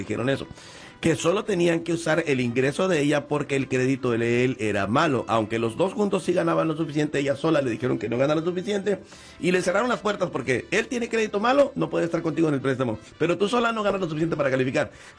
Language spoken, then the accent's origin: Spanish; San Luis Río Colorado, Sonora, Mexico; born there; No voy a vivir en San Luis Río Colorado, es que ahí nací. Voy a volver a mi tierra donde está mi ombligo.